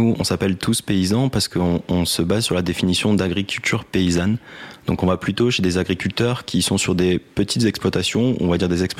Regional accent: Dunkirk, Hauts-de-France, France; also born or lived in Lille; Donc j'étais dans le nord de la France, à Lille, puisque je suis originaire de Dunkerque.

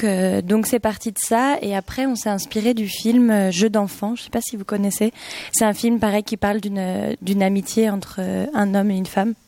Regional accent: Lyon, Auvergne-Rhône-Alpes, France; Et nous, on vient de Lyon.

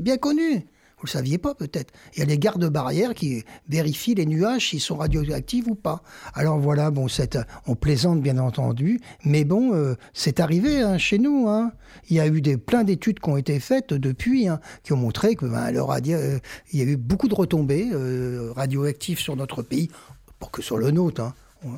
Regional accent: Lyon, Auvergne-Rhône-Alpes, France; chez nous, à Lyon.

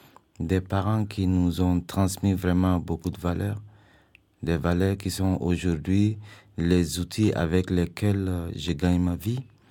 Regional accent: Burkina Faso; moved away as an adult; now in France; Je suis né au Burkina Faso, donc c'est en Afrique de l'Ouest et autour du Mali, Côte d'Ivoire, Burkina, Togo, Bénin, Niger, Ghana.

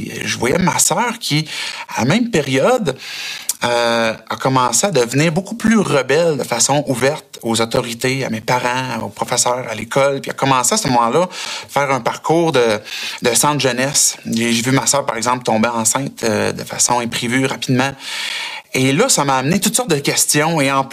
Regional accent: Sherbrooke, Quebec, Canada; born there; Je suis né à Sherbrooke

